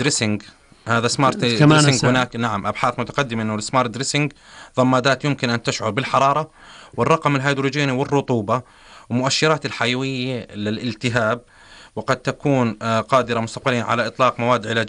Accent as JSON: {"language": "Arabic", "country": "Jordan", "said": "هذا طبعا مش موجود عندنا بالأردن"}